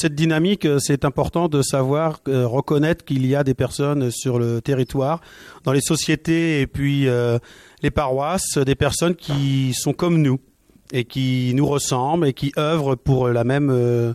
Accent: Angers, Pays de la Loire, France; Moi, je suis natif d'Angers

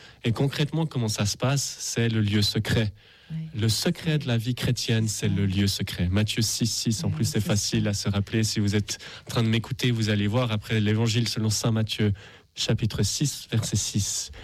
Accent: Switzerland; Je suis suisse, nous on dit 71, mais 71. Mon épouse est française, donc j'apprends à dire les chiffres à la française.

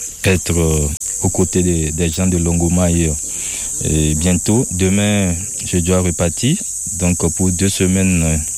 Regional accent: Togo; now in Switzerland; Moi je suis un Togolais, donc je réside en Suisse.

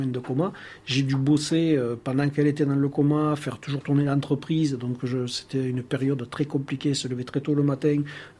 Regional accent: Flagnac, Occitanie, France; also born or lived in Decazeville; Alors, je suis un Navarronais pure souche. Je suis né à Decazeville. J'ai grandi à Flagnac.

